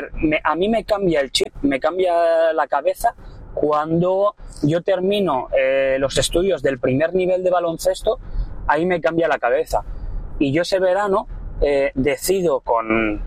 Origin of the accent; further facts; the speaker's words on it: Barcelona, Catalonia, Spain; Vengo de Barcelona.